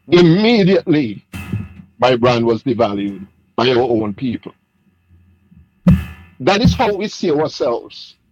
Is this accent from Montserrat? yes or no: yes; Montserrat; moved away; And I said, no, I'm not from Trinidad. I'm from Montserrat.